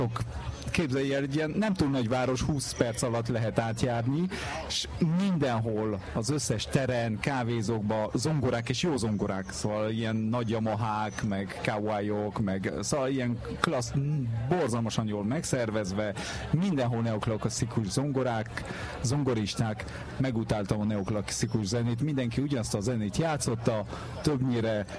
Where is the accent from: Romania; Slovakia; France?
France; Hungarian is a second language; Én francia vagyok.